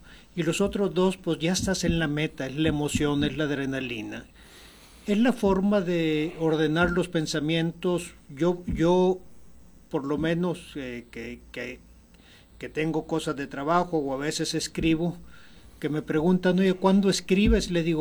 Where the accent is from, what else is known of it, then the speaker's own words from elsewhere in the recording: Sonora, Mexico; somos 4 sonorenses los que tenemos esta medalla.